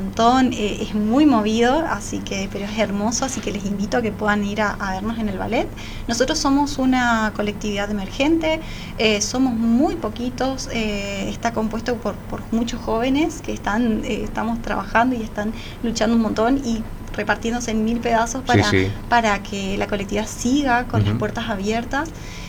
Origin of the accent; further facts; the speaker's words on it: Leandro N. Alem, Misiones, Argentina; mi ciudad, Alem